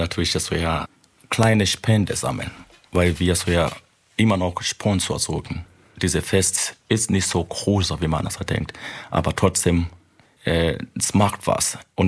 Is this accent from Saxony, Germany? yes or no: yes; Chemnitz, Saxony, Germany; Wir kommen aus Chemnitz, Karl-Marx-Stadt.